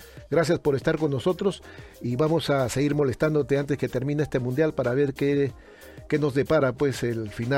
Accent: Peru

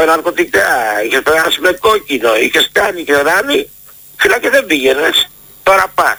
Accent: Greece; όταν ήμουν μικρός εδώ στον Ελαιώνα

